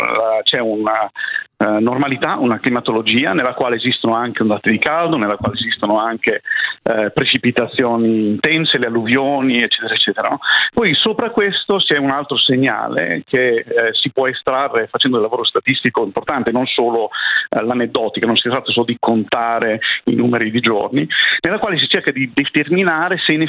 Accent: Bologna, Emilia-Romagna, Italy; accent: Bolognese; come voi potete sentire dall'accento, io sono di Bologna.

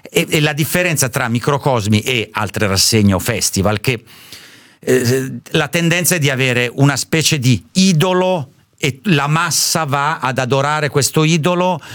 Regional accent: Southern Italy, Italy; sono un terrone

